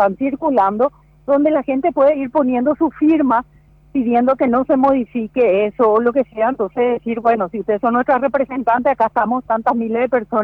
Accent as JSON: {"language": "Spanish", "region": "Chaco", "country": "Paraguay", "said": "Yo también soy chaqueña"}